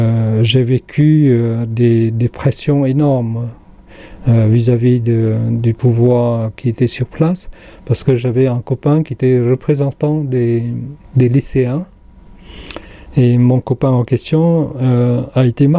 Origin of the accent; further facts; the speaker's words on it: Cambodia; now in France; C'est que j'ai quitté le Cambodge comme sur quelque chose que je ne maîtrisais pas du tout. Et même en arrivant en France, au bout de 3 ans, j'ai fait des cauchemars presque tous les soirs.